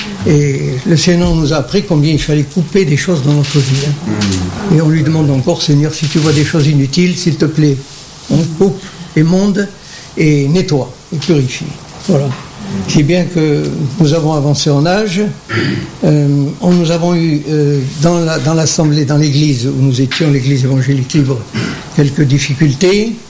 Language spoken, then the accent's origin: French; Algeria; me dit, d'où tu es, toi? Je suis d'Algérie.